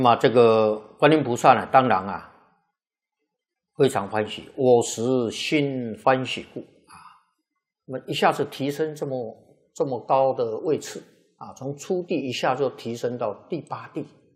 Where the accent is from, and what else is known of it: Taiwan